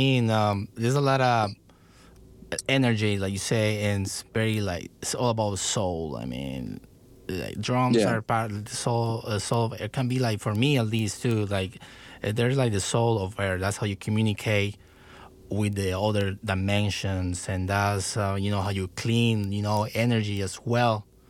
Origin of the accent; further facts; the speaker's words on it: Cali, Valle del Cauca, Colombia; I'm from Cali, Colombia.